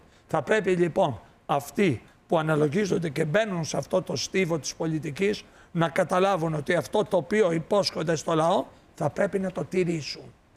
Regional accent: Megara, Attica, Greece; Και στην πόλη μου, στην πόλη των Μεγάρων, όπου είμαι γέννημα Θρέμα Μεγαρίτης

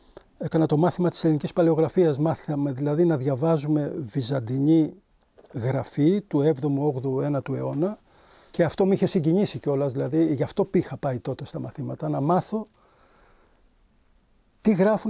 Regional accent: Kotronas, Peloponnese, Greece; Εγώ είμαι από εδώ, γεννήθηκα στον Κότρονα. Δεν έχω γεννηθεί σε αυτό το σπίτι. Αυτό ήταν παππουδικό και προέκυψε σε μένα.

